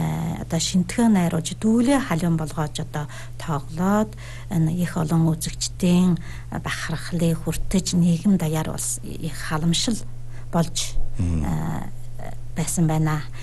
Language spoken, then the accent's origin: Mongolian; Inner Mongolia, China; манай нутгийн өвөр Монголын